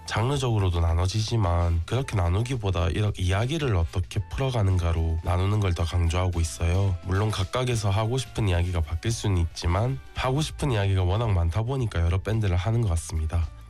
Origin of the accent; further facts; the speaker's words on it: Busan, South Korea; born there; 제가 태어난 곳이 부산이고 제가 생활하는 곳이 부산이라서 있는 건데